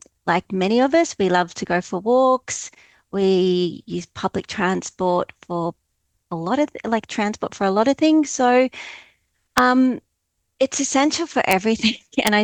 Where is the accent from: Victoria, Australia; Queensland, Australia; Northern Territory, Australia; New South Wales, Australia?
Queensland, Australia; Brisbane; moved away as an adult; now in Tasmania, Australia; So I grew up in Turrbal country on Brisbane North, so know that well. But I moved to Tasmania and about 5 years ago.